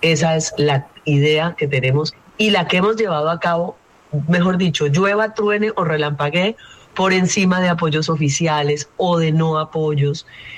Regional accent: Ginebra, Valle del Cauca, Colombia; Las dos somos caleñas, vallecaucanas. Ella es caleña, yo soy de Ginebra.

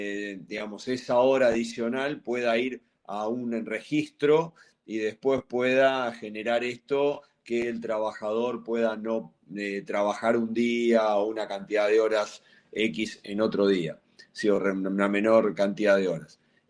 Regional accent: Argentina

